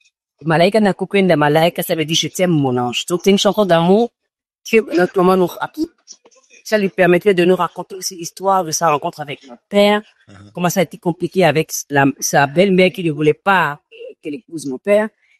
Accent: Benin; now in New York, United States; moi, j'ai grandi en Afrique, au Bénin

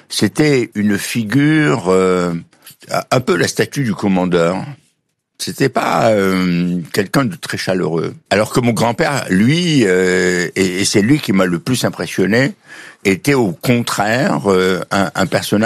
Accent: Oujda, Oriental, Morocco; born there; Je suis né à Oujda par accident parce que le roi du Maroc accueillait les Juifs.

